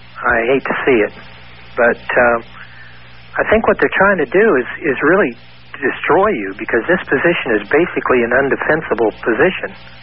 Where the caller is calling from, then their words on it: Nashville, Tennessee, United States; I'm in Nashville, Tennessee.